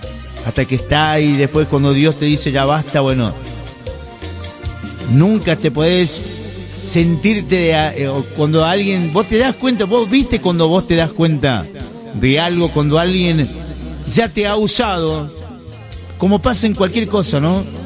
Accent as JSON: {"language": "Spanish", "town": "El Quebrachal", "region": "Salta", "country": "Argentina", "lives_now": "Salta, Argentina", "said": "yo vengo de Quebrachal, vengo de una familia muy humilde"}